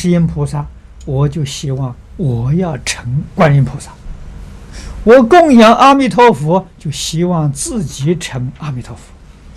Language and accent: Chinese; China; 如同我们中国人这个家里面供祖宗的牌位一样，